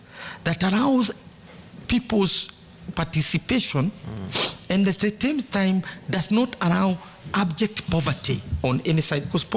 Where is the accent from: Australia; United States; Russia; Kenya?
Kenya; But Kenyans are a product of a specific historical conjuncture. We are British.